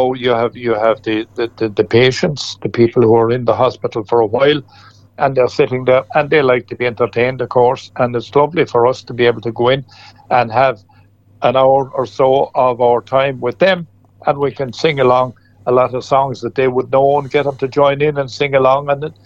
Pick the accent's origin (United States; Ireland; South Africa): Ireland; born there; I was born out in the Front Strand